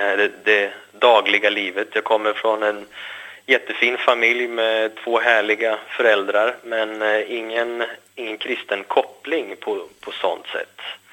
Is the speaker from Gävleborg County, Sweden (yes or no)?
yes; Gävle, Gävleborg County, Sweden; uppväxten i normala Sverige och Gävle där jag växte upp utan någon koppling till kyrka eller religion i vare sig skola eller det dagliga livet. Jag kommer från en jättefin familj med två härliga föräldrar